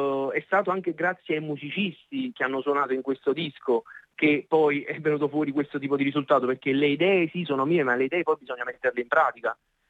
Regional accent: Naples, Campania, Italy; essendo napoletano o meno

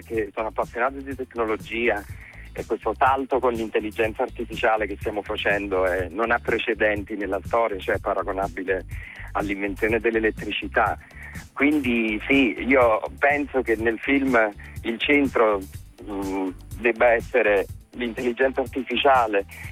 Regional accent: Campania, Italy; io vengo dalla provincia di Caserta

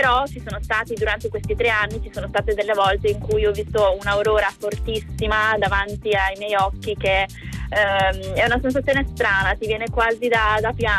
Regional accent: Trieste, Friuli-Venezia Giulia, Italy; moved away as an adult; now in Svalbard, Norway; Io sono di Trieste e nel 2022, alla fine del 2022, mi sono trasferita qua.

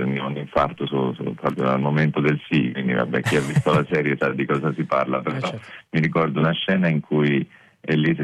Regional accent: Marche, Italy; Poi appunto vengo dalle Marche, che come poi tutte le regioni d'Italia hanno particolarità e ricchezze gastronomiche, però insomma nelle Marche abbiamo ovviamente dei piatti che sono nati e cresciuti lì

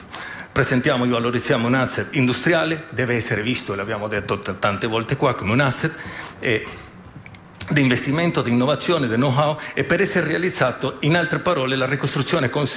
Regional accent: Brazil; vengo dal Brasile, conosco molto i numeri del Brasile

